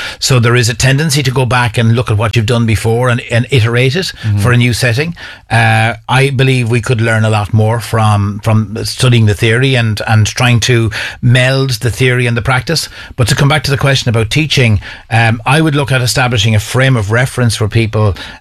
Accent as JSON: {"language": "English", "town": "Sligo", "region": "Connacht", "country": "Ireland", "said": "And a very wise guidance teacher I'm from Sligo, so a wise guidance teacher in Summerhill College in Sligo pointed me towards the degree in communication studies"}